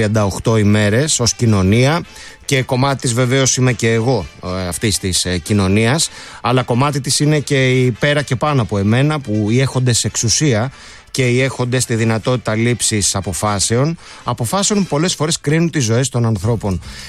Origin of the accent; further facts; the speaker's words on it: Greece; ως Έλληνες και Ελληνίδες